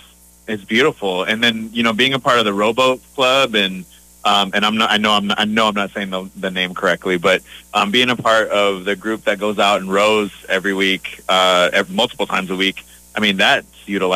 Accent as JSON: {"language": "English", "region": "Arizona", "country": "United States", "moved": "yes", "said": "Yeah, I'm from Arizona."}